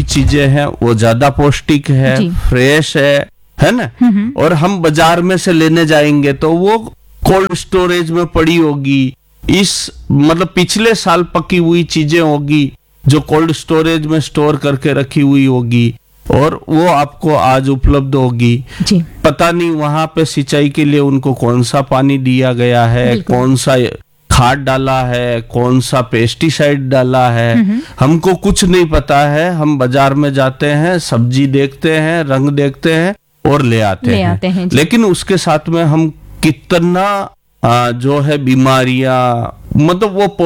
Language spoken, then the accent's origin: Hindi; Rajasthan, India; हम जिस एरिया से आते हैं या हमारा जो वागड़ है हमारे यहाँ पे हर किसान की एवरेज अगर हम खेत देखेंगे तो मुश्किल से 4 बीघा 5 बीघा 6 बीघा मतलब हमारे पास ज्यादा जमीन नहीं है